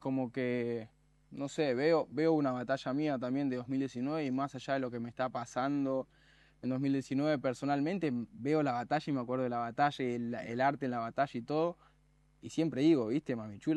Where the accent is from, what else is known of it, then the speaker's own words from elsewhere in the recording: Buenos Aires, Argentina; Era como yo soy de la Comuna 4 y ya fue.